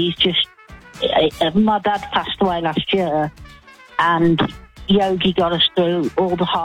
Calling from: Birmingham, West Midlands, United Kingdom

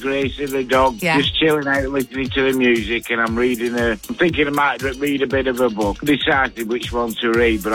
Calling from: Tottington, North West England, United Kingdom; We're in a little village called Tottington, just outside Bury.

